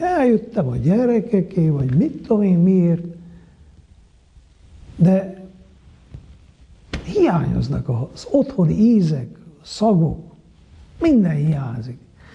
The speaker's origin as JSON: {"language": "Hungarian", "town": "Miercurea Ciuc", "region": "Harghita", "country": "Romania", "tie": "born or raised there", "said": "nekem mondjuk Csíkszeredában, mert én itt nőttem fel"}